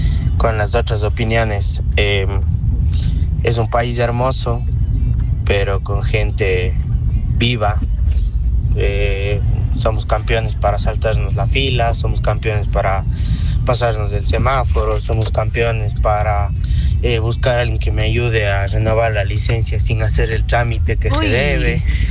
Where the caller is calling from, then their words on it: Ecuador; los ecuatorianos somos los que no hacemos que nos volvamos potencia con las malas acciones